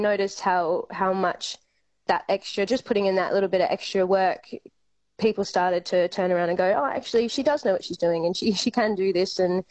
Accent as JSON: {"language": "English", "town": "Yillering", "region": "Western Australia", "country": "Australia", "tie": "born or raised there", "said": "I grew up in Yillering, which is a really small town in the wheat belt. And my dad, it's a grain town. My dad drove grain trucks, and we had a CBH there"}